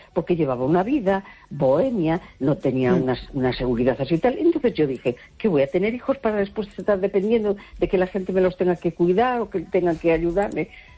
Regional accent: A Coruña, Galicia, Spain; Hola, buenas noches, soy … de La Coruña.

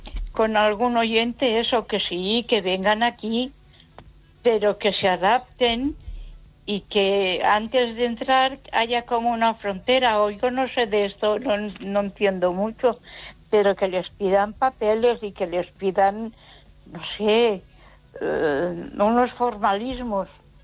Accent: Ponferrada, Castile and León, Spain

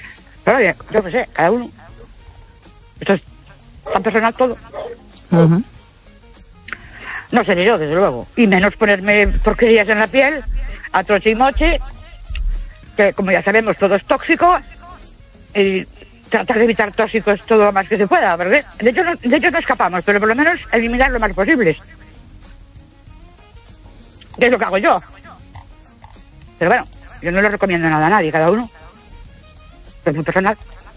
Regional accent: Ourense, Galicia, Spain; Buenas noches … de Orense.

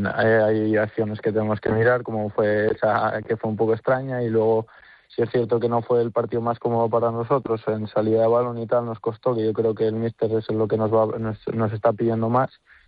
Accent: Soria, Castile and León, Spain; soy de Soria y nací en Soria, jugué toda la vida en el Numancia.

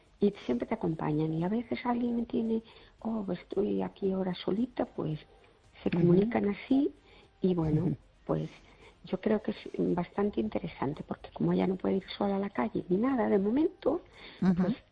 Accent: Fene, Galicia, Spain

